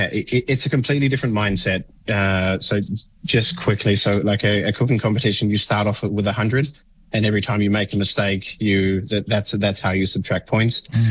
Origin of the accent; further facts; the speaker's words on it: Australia; born there; So I was born in Australia. My mum's from the Cook Islands. My dad's from Europe, raised in the Cook Islands.